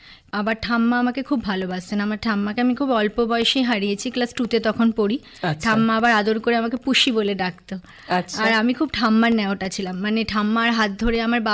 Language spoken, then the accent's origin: Bangla; Kolkata, West Bengal, India; হ্যাঁ, কলকাতার, সাউথ কলকাতায়।